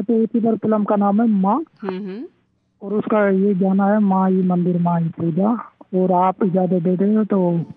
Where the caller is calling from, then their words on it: a village in Jaipur district, Rajasthan, India; मैं डिस्ट्रिक्ट जयपुर राजस्थान गांव का ना उनमेल बुगला से बात कर रहा